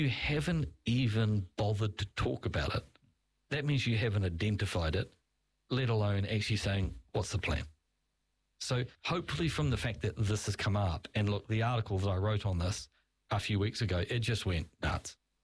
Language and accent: English; Clive, Hawke's Bay, New Zealand; I mean, as a child, I was born in Clive, Whakatū. I grew up at a place called the Prickle Patch, which is on the corner heading to Clive.